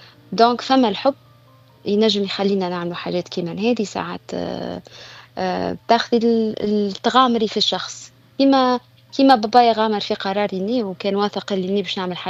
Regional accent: Tunisia; moved away as an adult; now in United States; كيف نتكلم كما نقول راني من تونس معناها بالاكسون ما يعرفونيش راني اجنبيه

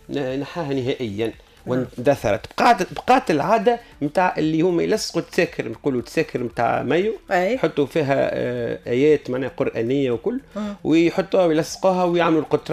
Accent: Tunisia; عندنا في تونس.

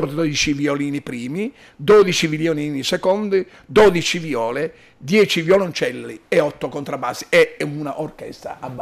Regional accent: Sicily, Italy; Mare, sono siciliano quindi il mare.

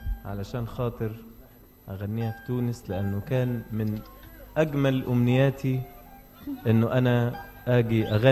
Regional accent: Upper Egypt, Egypt; الويل، الويل كلمة بتتقال عندنا في الصعيد، أحيانا نقولها الويل وأحيانا نختصرها للويل

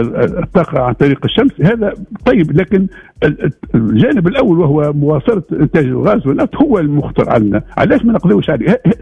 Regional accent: Tunisia; احنا يلزمنا عندنا في تونس هنا

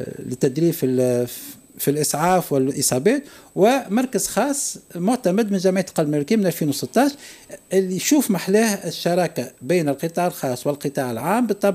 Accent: Tunisia; المعروفة عندنا في تونس كالاسبيجيك

